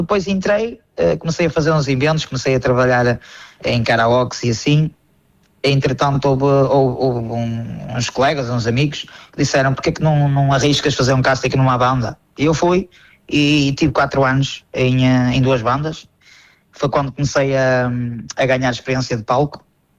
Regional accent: Penafiel, Norte, Portugal; sou de Penafiel, tenho 33 anos

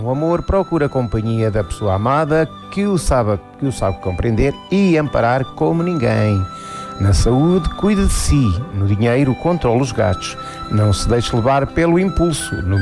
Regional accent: Sequeiros, Portugal; um hino à minha terra

